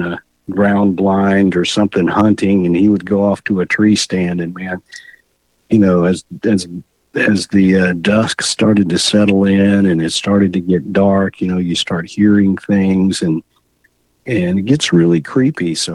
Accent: Texas, United States; I was born and raised in Texas.

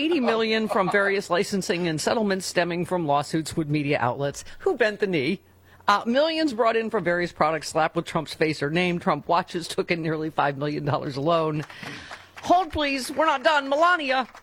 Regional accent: Buffalo, New York, United States; Because something, Arby's, the beef on Weck, because I'm from Buffalo.

